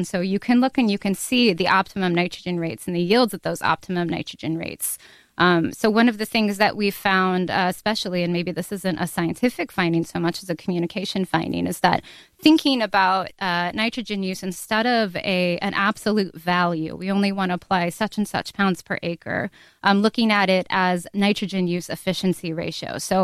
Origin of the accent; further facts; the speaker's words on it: Davenport, Iowa, United States; I grew up in Davenport. I hadn't been on a farm until I was 21 years old.